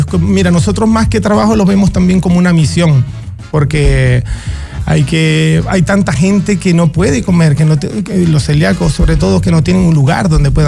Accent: Venezuela; moved away as an adult; now in Chile; Sí, yo soy de Venezuela.

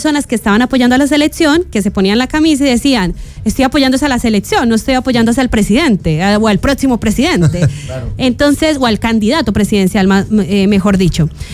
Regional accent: Colombia; uno de los puntos más fuertes que tenemos ahora como colombianos

